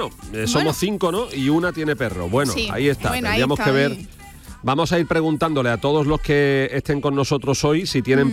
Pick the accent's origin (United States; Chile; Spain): Spain; Andalusia; las de mi tierra, en las del Marco de Jerez